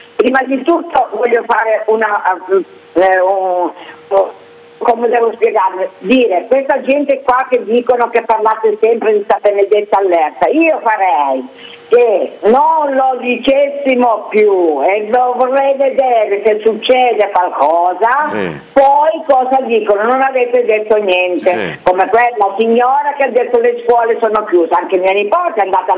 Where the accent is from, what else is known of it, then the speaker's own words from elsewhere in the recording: Genoa, Liguria, Italy; Mi vergogno a dire che sono di Bolzaneto.